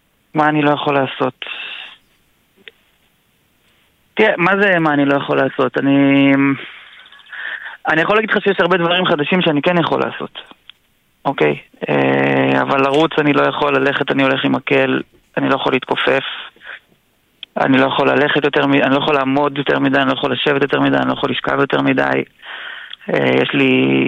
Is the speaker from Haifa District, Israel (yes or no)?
yes; Haifa, Haifa District, Israel; born there; גם גדלתי בפנימיה הצבאית של הריאלי בחיפה.